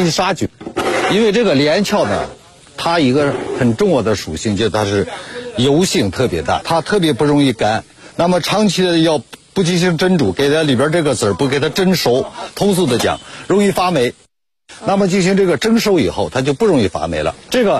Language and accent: Chinese; China; moved away as an adult; 我是农民出生，我就是这个方山村出生的，然后我念大学出去的，在外边工作。